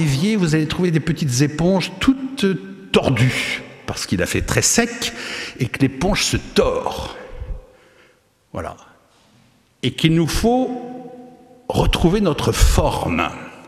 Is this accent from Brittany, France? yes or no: no; Nantes, Pays de la Loire, France; Moi, je suis Nantais d'origine. Tous les Nantais sortent dans la rue quand il pleut parce que ça fait du bien.